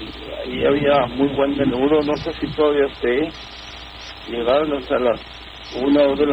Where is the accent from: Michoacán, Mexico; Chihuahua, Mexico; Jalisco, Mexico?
Chihuahua, Mexico; Cuauhtémoc; born there; mi tierra es Pautemo